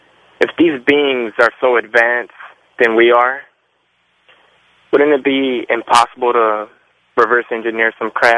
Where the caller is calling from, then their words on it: East Chicago, Indiana, United States; I'm calling from East Chicago, Indiana.